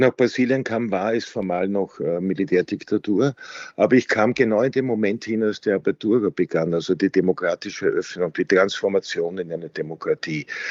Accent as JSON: {"language": "German", "country": "Austria", "said": "Und ich als Österreicher sage, warum soll ich geführt werden von Politikern, die ich nicht wählen konnte?"}